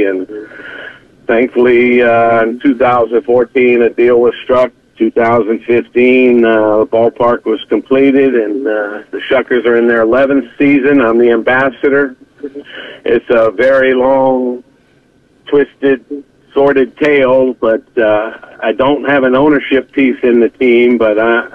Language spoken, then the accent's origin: English; Biloxi, Mississippi, United States; to bring minor league baseball to my hometown.